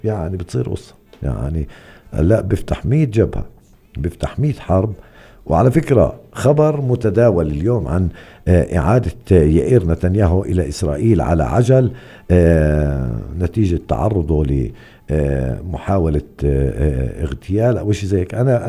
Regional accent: Palestine; طبعا احنا كفلسطينيين

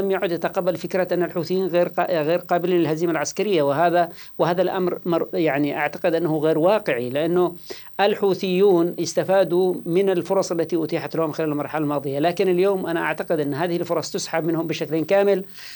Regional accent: Yemen; بالنسبة لنا نحن كيمنيين

